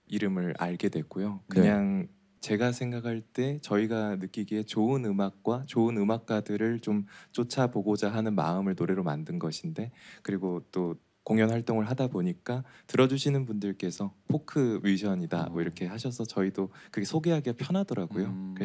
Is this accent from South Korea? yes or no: yes; South Gyeongsang, South Korea; moved away; also born or lived in Jeju; 저희가 이제 고향은 둘 다 경상남도 쪽인데 근데 이제 제주도에서 한 8년 살았습니다. 그리고 이제 지금은 잠깐 일이 있어서 육지에 올라와 있는 상황입니다